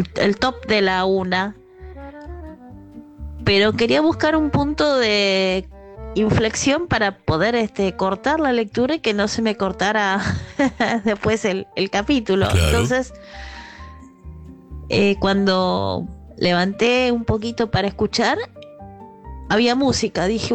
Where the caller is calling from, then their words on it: Caballito, Buenos Aires, Argentina; de Caballito.